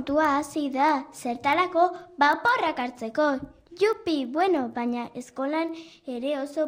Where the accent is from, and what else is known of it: Zarautz, Basque Country, Spain